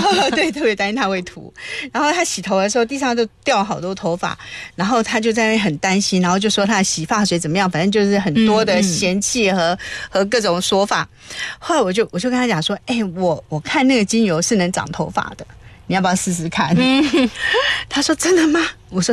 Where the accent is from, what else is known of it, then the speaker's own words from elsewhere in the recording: Taiwan; moved away; 就原来因为我们是从台湾来的，早期我们从台湾来的时候呢，都会带很多各种各样的家庭保健药品。